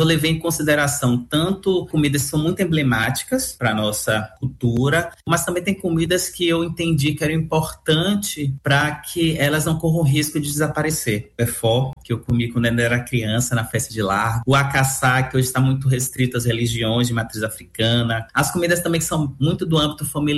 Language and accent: Portuguese; Salvador, Bahia, Brazil; Eu sou da Cidade Baixa, aqui de Salvador, do bairro do Bonfim. Então, cresci com as festas populares, as festas de largo.